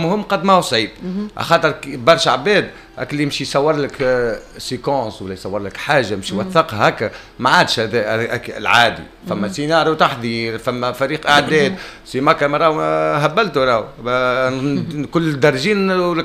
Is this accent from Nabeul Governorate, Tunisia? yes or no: yes; Nabeul, Nabeul Governorate, Tunisia; احنا من نابل